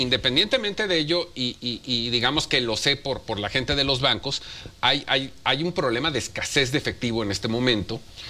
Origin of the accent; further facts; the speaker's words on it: Mexico; nos involucra como mexicanos.